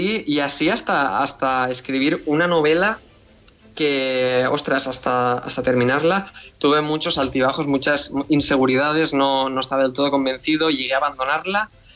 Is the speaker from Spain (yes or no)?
yes; Tavernes de la Valldigna, Valencian Community, Spain; ambientado en Tabernas de la Valldigna, en mi pueblo de Valencia